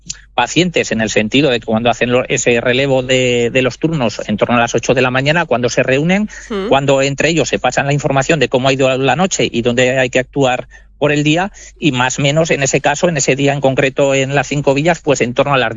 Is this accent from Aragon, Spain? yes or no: yes; Huesca, Aragon, Spain; porque soy de Huesca y tampoco los tengo muy cogidos